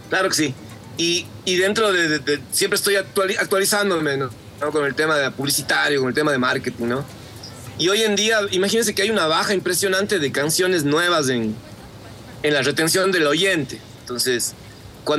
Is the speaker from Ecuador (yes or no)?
yes; Ecuador; como ecuatorianos en nuestro ADN tenemos introducido ritmos, canciones, melodías